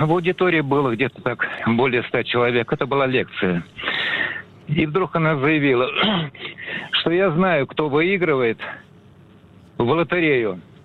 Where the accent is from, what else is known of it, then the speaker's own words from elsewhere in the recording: Moscow, Russia; Я из Москвы, всем привет.